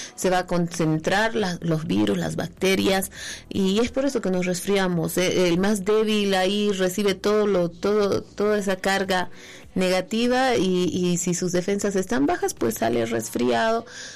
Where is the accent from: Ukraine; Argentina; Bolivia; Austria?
Bolivia; Potosí; como buenos potosinos, siempre llevamos el abrigo ahí.